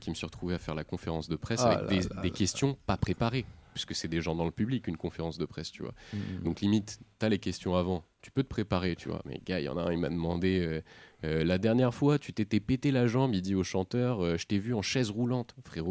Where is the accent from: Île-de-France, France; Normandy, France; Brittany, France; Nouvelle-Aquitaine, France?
Île-de-France, France; Paris; Bah en fait moi c'est que j'étais à Paris toute ma jeunesse et j'avais un pote qui écoutait beaucoup de rap